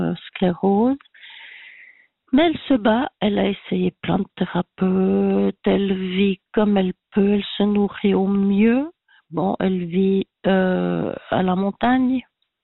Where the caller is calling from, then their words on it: Vaud, Switzerland; Je ne suis pas très loin de Lausanne. J'habite à Moron.